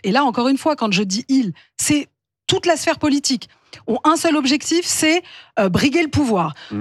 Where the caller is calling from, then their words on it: Paris, Île-de-France, France; moi je vis à Paris, j'ai cette chance-là, et je travaille à Paris, donc je bénéficie du métro et du Vélib de Madame Hidalgo et des autres.